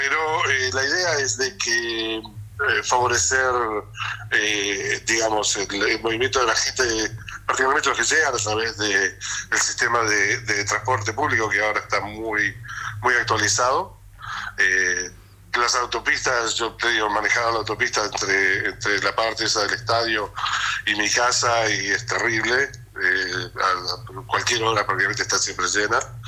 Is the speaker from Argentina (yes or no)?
yes; Argentina; Perdón, como argentino digo, nos vamos a arreglar para escaparnos a verlos y juntarnos